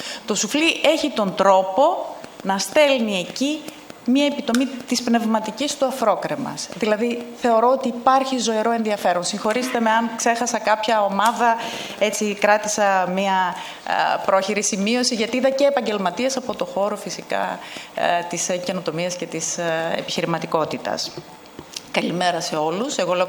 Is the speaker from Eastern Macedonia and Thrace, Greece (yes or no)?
yes; Eastern Macedonia and Thrace, Greece; born there; Γεννηθήκαμε όλοι στη Θράκη. Μεγαλώσαμε ακούγοντας ιστορίες από παππούδες και γιαγιάδες.